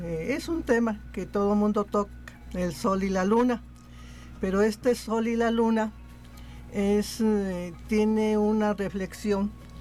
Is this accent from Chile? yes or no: no; San Luis Potosí, Mexico; Yo soy del barrio de Tlaxcala, okay, el primer barrio de la ciudad de San Luis Potosí.